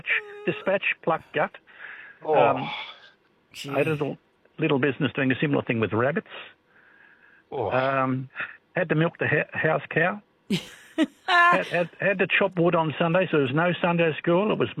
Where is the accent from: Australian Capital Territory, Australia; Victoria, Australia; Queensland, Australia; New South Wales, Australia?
Victoria, Australia; Olinda; I grew up in Olinda, and from the age of about 10 to 15, my jobs, many jobs